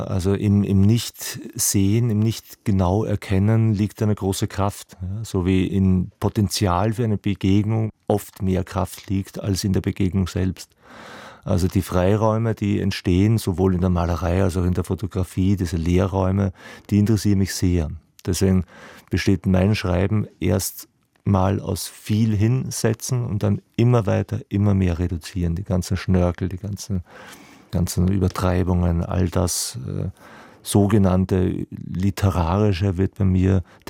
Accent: Vienna, Austria; now in Berlin, Germany; jetzt im Burgtheater in Wien. Und das war toll. Das ist ja auch meine Herkunft, da, meine Heimat neben Berlin.

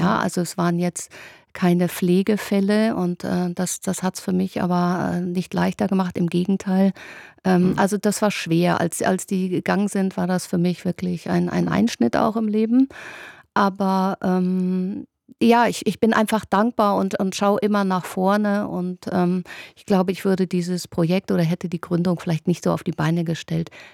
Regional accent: Münster, North Rhine-Westphalia, Germany; born there; Genau, in Münster, genau.

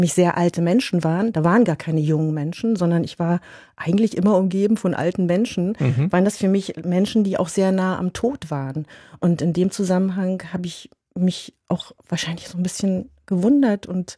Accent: East Germany, Germany; die DDR musste mit rein, weil ich ja dort groß geworden bin

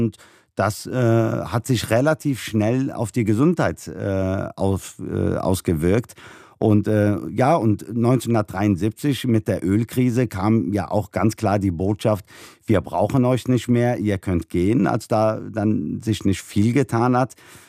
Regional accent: Cologne, North Rhine-Westphalia, Germany; In Mülheim gab es damals, also da, wo ich groß geworden bin, über 90% Menschen mit Migrationshintergrund.

